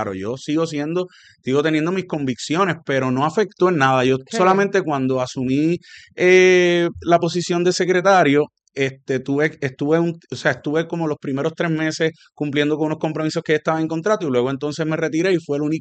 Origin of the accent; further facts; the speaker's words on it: Dorado, Puerto Rico; Sabes que soy natural de Residencial Público. Y entonces, yo cuando incursiono al servicio público, ya llevaba 16 años como líder recreativo desarrollando actividades deportivas y recreativas en Dorado.